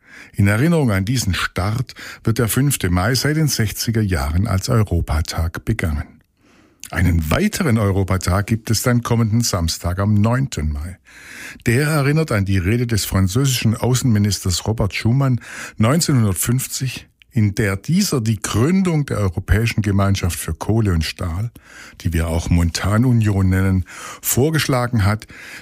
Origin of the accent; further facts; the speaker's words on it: Swabia, Germany; now in Lower Saxony, Germany; Ich bin gebürtiger Schwabe, lebe in Niedersachsen, habe einen deutschen Personalausweis und fühle mich als Europäer.